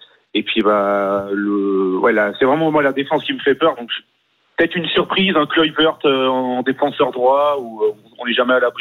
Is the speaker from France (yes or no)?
yes; Nantes, Pays de la Loire, France; Moi, en fait, je suis pas de Lyon même, je suis de Nantes